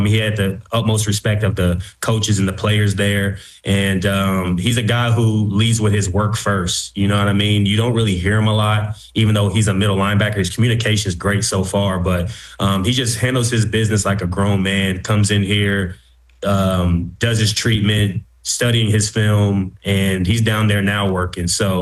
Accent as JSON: {"language": "English", "town": "Indianapolis", "region": "Indiana", "country": "United States", "said": "So I'm from Indianapolis, so I'm familiar with the area."}